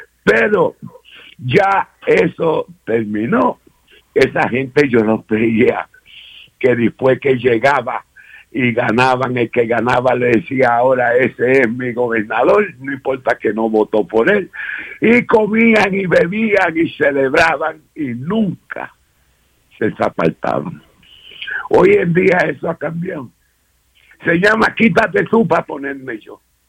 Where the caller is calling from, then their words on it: St. Croix, U.S. Virgin Islands; Nosotros somos parte de los Estados Unidos porque fuimos comprados. No podemos votar.